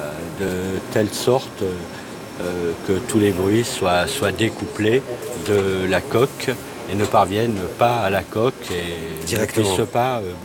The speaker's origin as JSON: {"language": "French", "town": "Quart", "region": "Aosta Valley", "country": "Italy", "said": "Oui, je suis également de Quart."}